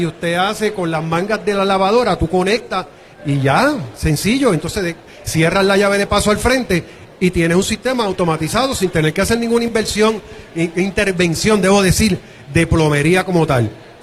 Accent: Puerto Rico; digo puertorriqueños y me sumo en esa lista porque soy boricua

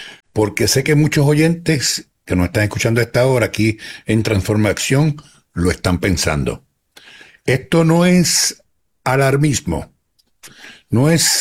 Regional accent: Corozal, Puerto Rico; Así que yo también, yo vengo del barrio Padilla de Corozal, orgulloso platanero.

